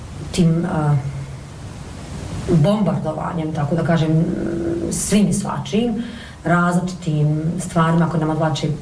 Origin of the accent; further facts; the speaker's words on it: Donji Vakuf, Federation of Bosnia and Herzegovina, Bosnia & Herzegovina; also born or lived in Jajce; Ja jesam iz Donjeg Vakufa, ali sam rođena u Jajcu, zato što mi u Donjem Vakufu nema ovo porodilište.